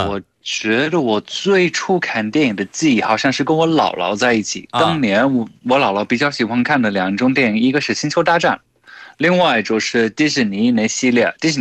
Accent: United Kingdom; Chinese is a second language; moved away as an adult; now in China

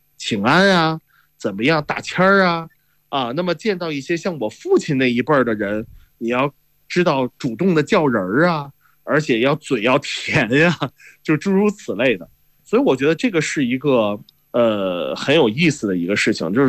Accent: China; 我们中国人

